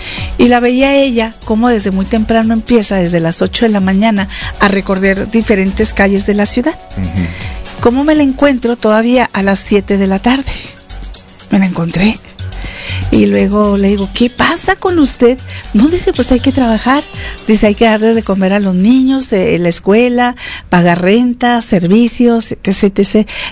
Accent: Mexico; como ciudadanos, como mexicanos, sabemos cómo está la situación.

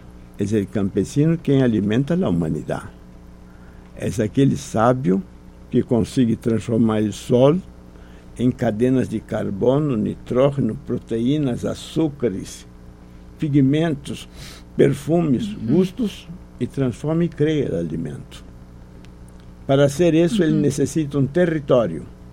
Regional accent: Brazil; Spanish is a second language; Vamos ver que yo hablo un castellano un poco raro porque soy brasileño.

